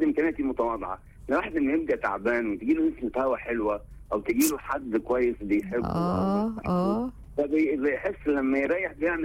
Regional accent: Aswan, Aswan Governorate, Egypt; أنا من الصعيد من أسوان.

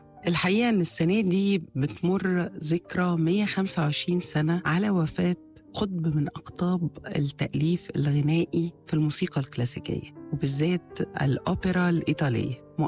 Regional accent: Egypt

